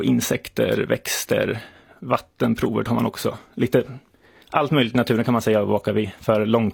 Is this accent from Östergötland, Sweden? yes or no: yes; Norrköping, Östergötland, Sweden; now in Nuuk, Greenland; Jajamän, så nu är jag här för en student.